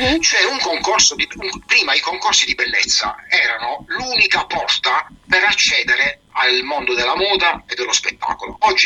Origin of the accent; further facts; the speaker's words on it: Bari, Apulia, Italy; accent: Apulian; Puglia. Io sono nato a Bari città